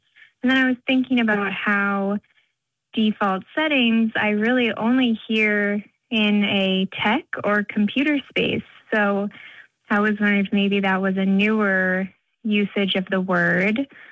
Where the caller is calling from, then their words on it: New York City, New York, United States; I'm calling from Ridgewood, Queens, New York City.